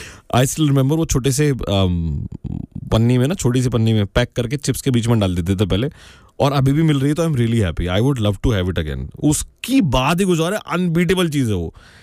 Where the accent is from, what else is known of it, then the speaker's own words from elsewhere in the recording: Delhi, India; मैं जहाँ से आता हूँ दिल्ली पटला उसे